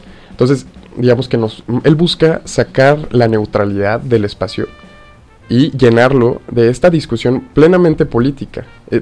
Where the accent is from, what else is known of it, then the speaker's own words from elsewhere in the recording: Chihuahua, Mexico; born there; yo, a diferencia de ustedes, yo nací aquí en Chihuahua